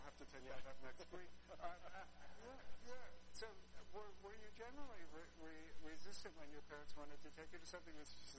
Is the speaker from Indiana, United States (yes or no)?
no; Reading, Pennsylvania, United States; I grew up in Pennsylvania.